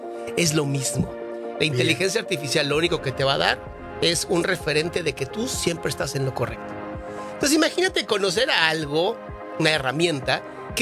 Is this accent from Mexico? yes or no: yes; Mexico; born there